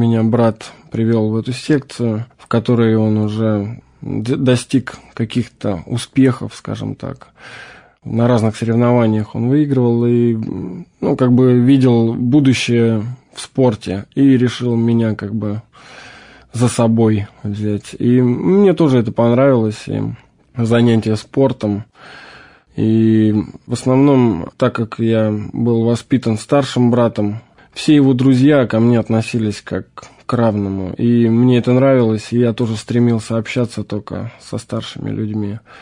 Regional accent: Nevskaya Dubrovka, Leningrad Oblast, Russia; born or raised there

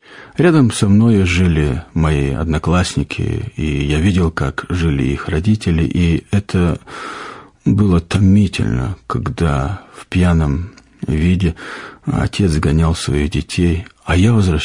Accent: Feodosia, Crimea, Ukraine; я из Украины, город Феодосия.

